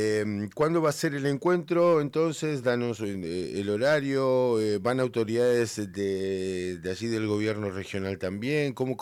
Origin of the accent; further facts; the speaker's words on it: Argentina; Siempre los más atrasados somos los argentinos